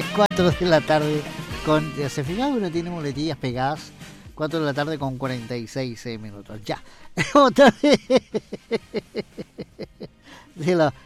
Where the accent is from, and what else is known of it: Chile; accent: Chilean